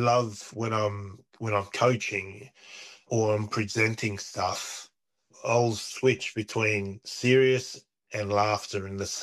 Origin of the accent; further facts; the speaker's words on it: Australia; I grew up in Australia, and I had that really really Australian sense of humour.